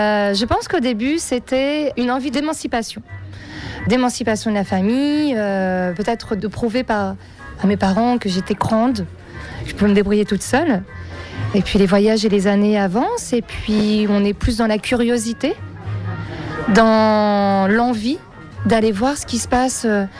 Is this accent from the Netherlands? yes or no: no; Normandy, France; born there; Je suis née en Normandie, d'une famille très internationale, puisque ma mère est née au Sénégal.